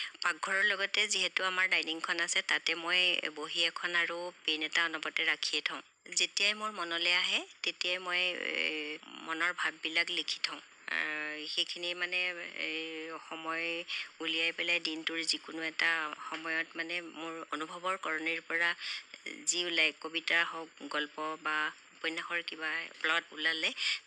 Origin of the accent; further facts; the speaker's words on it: Khutikatia, Assam, India; মোৰ ঘৰ খুটিকটীয়াত।